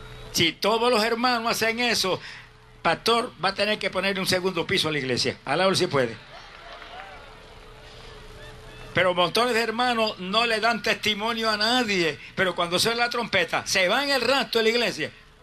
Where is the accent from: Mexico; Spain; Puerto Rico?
Puerto Rico; Camuy; una de las iglesias en mi pueblo de Camuy, allá en Puerto Rico.